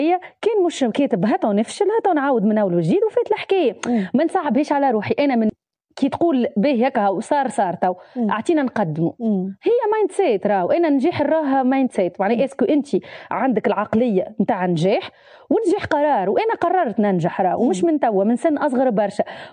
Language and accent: Arabic; Tunisia; احنا في تونس ما عندناش. ليه عندنا في تونس؟ عندنا كل شيء. انا سافرت لبرشا بلدان في العالم وتونس فيها كل شيء